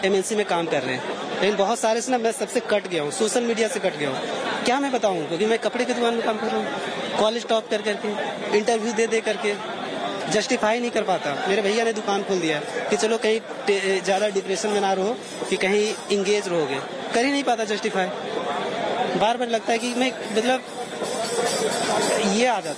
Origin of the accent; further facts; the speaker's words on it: Jharkhand, India; first language Khortha; Hindi is a second language; हमारा मातृभाषा खोरठा है, मैं यहाँ का मूलवासी हूँ